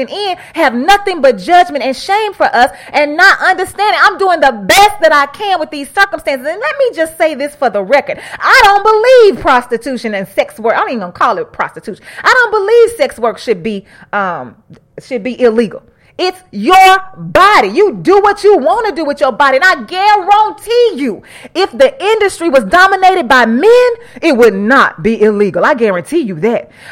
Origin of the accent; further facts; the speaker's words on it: Mississippi, United States; now in Arkansas, United States; I'm from Mississippi